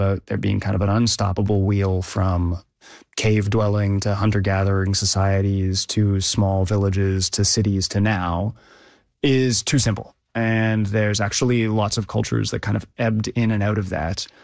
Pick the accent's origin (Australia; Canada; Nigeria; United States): Canada; as a Canadian